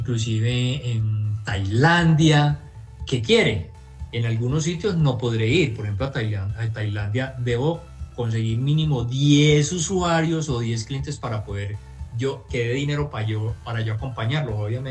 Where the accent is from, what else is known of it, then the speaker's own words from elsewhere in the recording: Colombia; todavía soy el colombiano que más lo ha corrido en moto